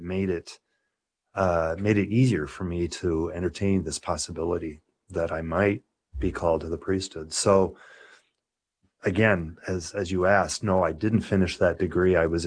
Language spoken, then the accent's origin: English; Nebraska, United States; also born or lived in Lincoln, Nebraska; Because I grew up in the Archdiocese of Omaha.